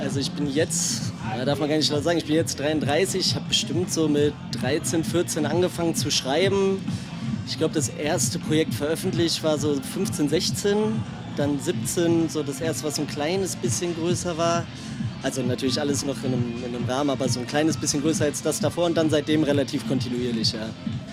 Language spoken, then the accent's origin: German; North Rhine-Westphalia, Germany; Wir kommen aus dem Ruhrgebiet, also als Crew aus unterschiedlichen Ecken, aber ich aus dem Ruhrgebiet.